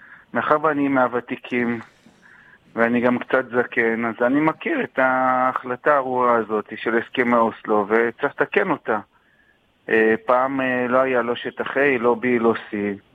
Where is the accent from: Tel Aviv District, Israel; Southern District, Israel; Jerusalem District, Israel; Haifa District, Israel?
Jerusalem District, Israel; Jerusalem; גדלתי בגבעת מרדכי בירושלים.